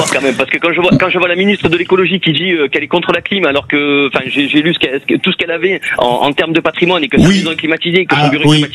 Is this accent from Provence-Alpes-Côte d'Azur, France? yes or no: yes; Marseille, Provence-Alpes-Côte d'Azur, France; Je suis de Marseille, donc je ne pourrais pas vous dire pour Nantes.